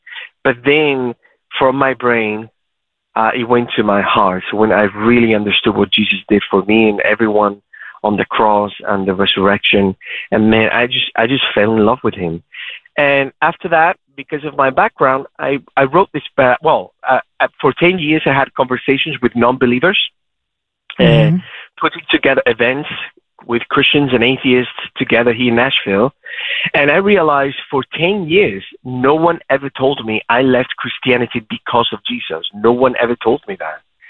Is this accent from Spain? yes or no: yes; Spain; English is a second language; So what happened, I grew up in Spain, and I grew up nominal Catholic.